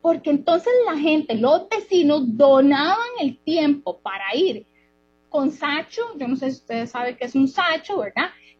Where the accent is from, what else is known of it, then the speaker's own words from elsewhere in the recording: San José, Costa Rica; moved away as an adult; now in San Carlos, Costa Rica; yo me crié en San José la mayor parte de mi vida, 32 años, pero yo venía aquí a San Carlos chiquilla porque mi papá sembraba caña.